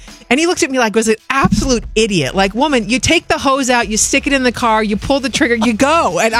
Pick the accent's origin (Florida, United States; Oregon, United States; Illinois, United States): Oregon, United States; I grew up in Oregon, and that should explain everything.